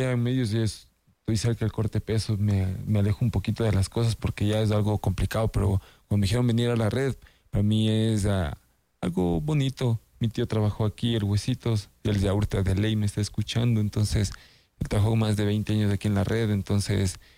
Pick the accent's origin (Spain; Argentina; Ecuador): Ecuador; y que no, soy ecuatoriano, y algo bonito